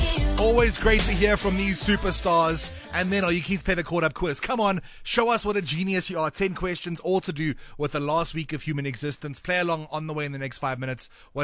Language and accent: English; South Africa; we as South African fans have the privilege of watching our team at a World Cup